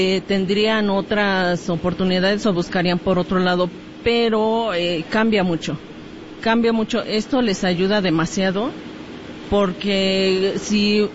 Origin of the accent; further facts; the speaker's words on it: Patria Nueva, Puebla, Mexico; Nosotros venimos de la comunidad de Patria Nueva, pertenece a la zona de Valsequillo, Puebla.